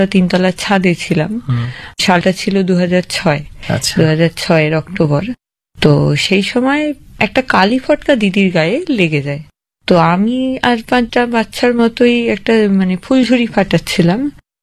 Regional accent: Bardhaman, West Bengal, India; moved away as an adult; now in Chandannagar, India; আমার বাড়ি বর্ধমানে, আর আমার শ্বশুরবাড়ি হচ্ছে চন্দননগর, এখন সেখান থেকেই আসছি।

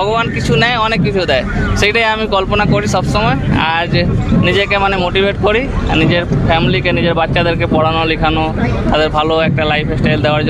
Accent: India; আমি ভারতের ছেলে, যারা মানে কোনো পরিস্থিতিতে কোনো ডিফিকাল্টিতে থেমে দাঁড়ায় না

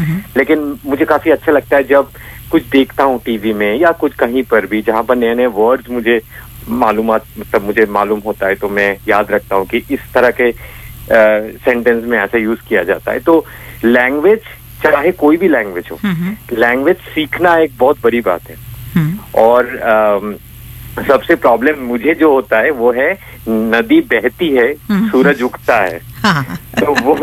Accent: West Bengal, India; Hindi is a second language; मैं बंगाली हूँ तो बंगाली उसके हमेशा बोलते हैं कि हिंदी नहीं बोल सकते

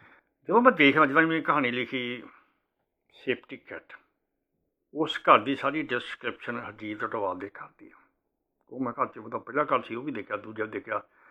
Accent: Punjab, India; also born or lived in Chandigarh; now in Jalandhar, India; ਮੈਂ ਪਿੰਡ 'ਚ ਜਾਮ ਪਲਿਆ ਵਾਂ, ਮੈਂ ਸ਼ਹਿਰ 'ਚ ਨਹੀਂ ਨਾ, ਪਰ ਮੈਂ ਵਾਸਤਾ ਪਿੰਡ 'ਚ ਹੀ ਹਾਂ, ਮੇਰੀ ਸਬਕੋਨਸ਼ੀਅਸ ਮਾਇੰਡ 'ਚ ਉਹ ਮੇਰਾ ਪਿੰਡ ਬੈਠਾ। ਉਹ ਜੀ ਲੈਂਗੁਏਜ ਆ, ਲੈਂਗੁਏਜ ਦੇਖੋ, ਮੈਂ 12 ਸਾਲ ਚੰਡੀਗੜ੍ਹ ਜੋਬ ਕੀਤੀ, ਮਾਡਰਨ ਸਿਟੀ 'ਚ

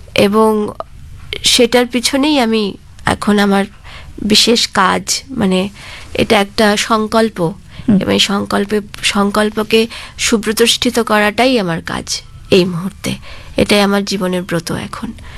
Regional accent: India

